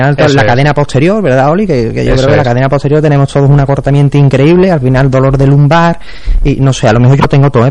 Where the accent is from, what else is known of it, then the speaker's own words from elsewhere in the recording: Spain; yo creo que es que somos españoles y como españoles que somos, decimos, venga, vamos